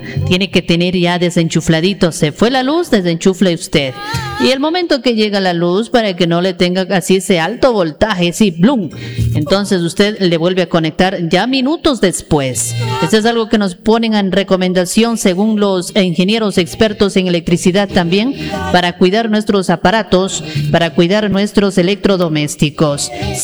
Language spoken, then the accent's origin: Spanish; Ecuador; nosotros como ecuatorianos debemos de estar precavidos.